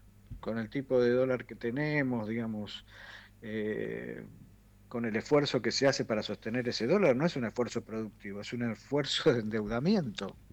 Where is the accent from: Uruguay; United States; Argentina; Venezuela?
Argentina